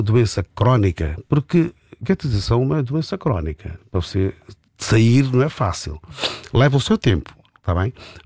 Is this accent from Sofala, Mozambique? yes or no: yes; Beira, Sofala, Mozambique; born there; Nasci na Beira. Eu nasci na melhor cidade do mundo e vivo na melhor freguesia do mundo, que é Campo Lido.